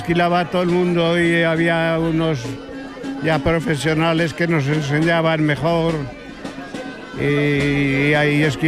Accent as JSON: {"language": "Spanish", "town": "Brieva de Cameros", "region": "La Rioja", "country": "Spain", "tie": "born or raised there", "also_born_or_lived": "Anguiano", "moved": "yes", "lives_now": "Logroño, Spain", "said": "soy nacido en Anguiano, pero criado en Brieva. Y aquí hemos subido de Logroño"}